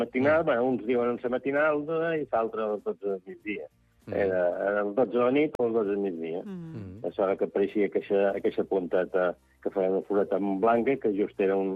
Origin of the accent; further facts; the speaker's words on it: Santa Eulària des Riu, Balearic Islands, Spain; Avui, jo som de Sant Eulari, no som de Sant Joan.